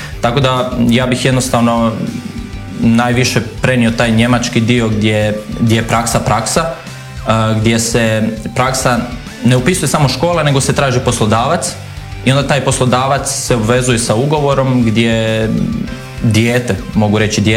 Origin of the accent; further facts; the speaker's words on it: Petrinja, Sisak-Moslavina County, Croatia; ja sam inače iz Petrinje, tamo Petrinja, Sisak, taj dio